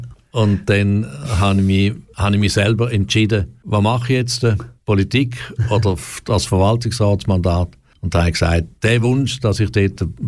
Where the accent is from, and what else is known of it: Romanshorn, Thurgau, Switzerland; born or raised there